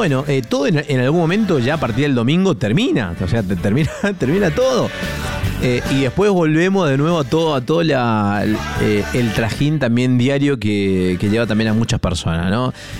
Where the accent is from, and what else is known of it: Argentina